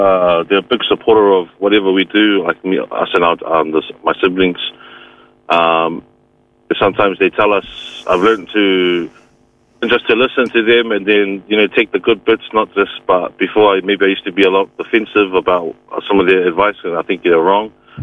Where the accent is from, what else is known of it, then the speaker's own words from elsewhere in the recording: New Zealand; growing up in the culture and growing up in New Zealand